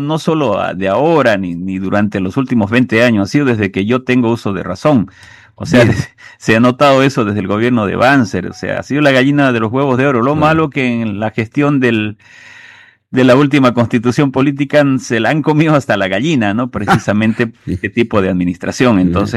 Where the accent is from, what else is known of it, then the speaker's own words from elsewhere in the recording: Bolivia; Entonces, si en este caso los dueños somos todos los bolivianos, pues ganaremos todos.